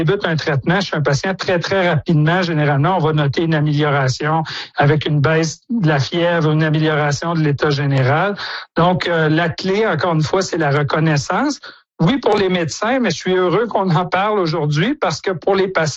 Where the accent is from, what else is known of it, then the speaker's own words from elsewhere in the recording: Quebec, Canada; On a vu, en fait, chez nous en Estrie, des patients admis aux soins intensifs en raison de l'anaplasmose.